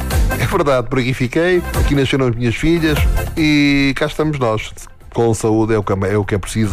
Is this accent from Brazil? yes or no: no; Mortágua, Centro, Portugal; moved away as an adult; now in Arganil, Portugal; O meu concelho, eu sou de Morta Água. É verdade, nascido em Morta Água, criado em Morta Água e vim para Arganil trabalhar como professor há 45 anos. Em 1981, imaginem vocês, era eu um menino ainda e por aqui fiquei.